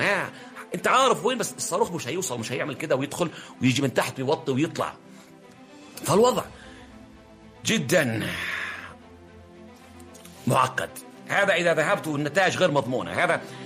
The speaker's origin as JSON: {"language": "Arabic", "country": "Yemen", "said": "أنت ما تعرف أنك لو طلعت جبل عندنا في اليمن وبصيت تحت تلقى السحاب"}